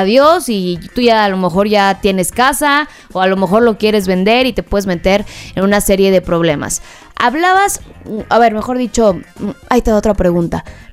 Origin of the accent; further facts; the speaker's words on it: Mérida, Yucatán, Mexico; now in Mexico City, Mexico; yo soy de Mérida, paso por aquí y digo, hay gente que seguramente se muere y no termina de pagar una hipoteca de la Ciudad de México